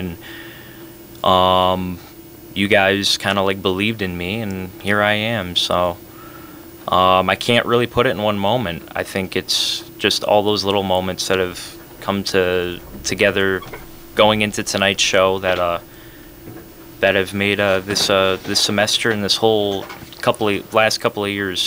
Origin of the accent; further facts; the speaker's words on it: Beloit, Wisconsin, United States; moved away as an adult; now in Whitewater, United States; because I'm from Beloit.